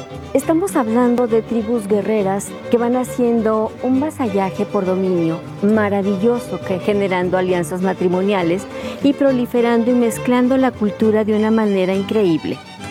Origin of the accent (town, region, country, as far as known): Morelia, Michoacán, Mexico